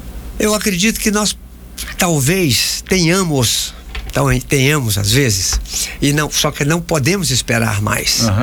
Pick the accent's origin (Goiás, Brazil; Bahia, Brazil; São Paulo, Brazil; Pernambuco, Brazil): Goiás, Brazil; Anápolis; principalmente a Anápolis, que é a minha cidade natal.